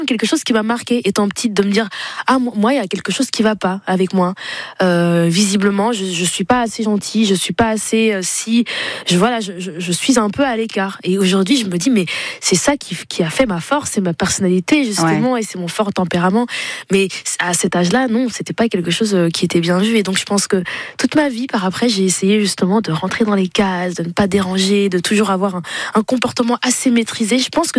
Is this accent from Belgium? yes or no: yes; Flanders, Belgium; plus moi j'ai grandi en Flandre, donc la partie flamande de la Belgique.